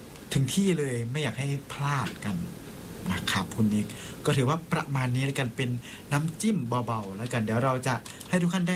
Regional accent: Isan, Thailand; คนไทยเราโดยเฉพาะชาวอีสานเนี่ยจะรักในวัฒนธรรมความเป็นบ้านเกิดของเราขนาดน

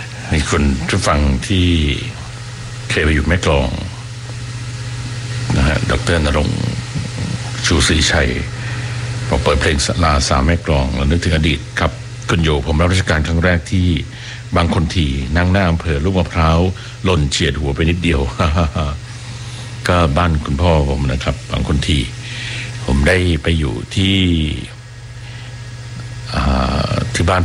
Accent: Bangkok, Thailand; ก็ตอนไปอยู่กันกับน้องสาวซึ่งเราก็เป็นเด็กกรุงเทพนะฮะที่มีไฟฟ้าแล้วแล้วก็มีโทรทัศน์ดู

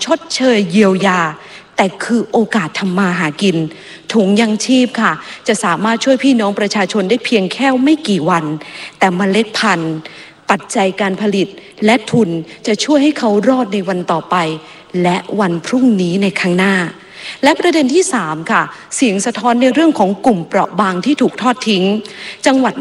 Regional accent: Sawang Daen Din, Sakon Nakhon, Thailand; ดิฉันค่ะเป็นลูกอีสานเกิดสว่างแดนดินจังหวัดสกลนคร

